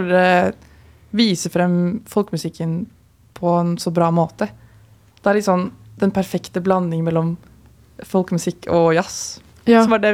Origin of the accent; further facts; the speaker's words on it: Asker, Akershus, Norway; siden jeg er fra Asker, der det ikke er så mye folkemusikk